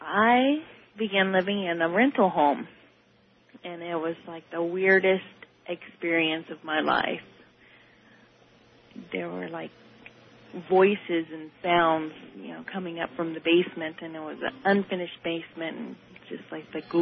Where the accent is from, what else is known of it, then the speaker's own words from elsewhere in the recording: Washington, United States; I'm from Washington.